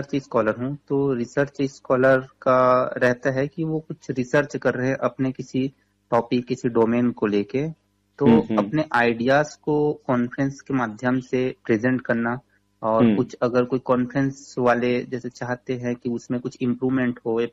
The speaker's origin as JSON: {"language": "Hindi", "area": "Rajnandgaon district", "region": "Chhattisgarh", "country": "India", "tie": "born or raised there", "said": "मैं मूलतः राजनांदगांव डिस्ट्रिक्ट से हूँ, डोंगर ब्लॉक से।"}